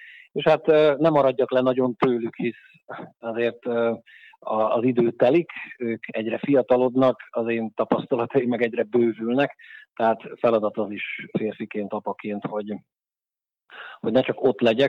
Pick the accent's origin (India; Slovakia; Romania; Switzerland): Slovakia; Vrakúň, Trnava Region; also born or lived in Nitra; a szülőfalumhoz, Nyékvárkúnyhoz közel a járási székhelyen, Dunaszerdahelyen dolgozom